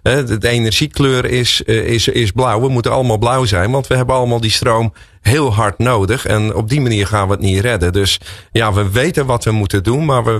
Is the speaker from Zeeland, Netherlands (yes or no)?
yes; Zeeland, Netherlands; ik ben een Zeeuw.